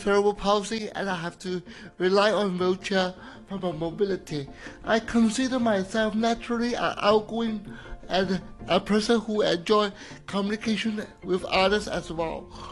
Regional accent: Hong Kong; English is a second language; I think I'm quite a typical child in Hong Kong. Nothing really special, regardless of my physical limitation.

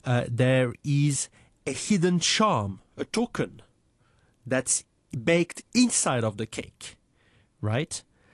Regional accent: France; Well, I'm originally from France, and we have what I would say is more or less an equivalent of mooncake.

